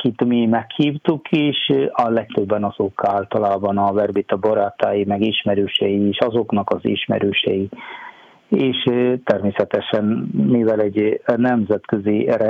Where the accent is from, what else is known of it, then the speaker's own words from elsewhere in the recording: South India, India; Hungarian is a second language; moved away as an adult; now in Hungary; egyébként Dél-Indiából származom, már 23 éve vagyok, itt 24. éve vagyok. Hát én 2003. október 9-én érkeztem Magyarországra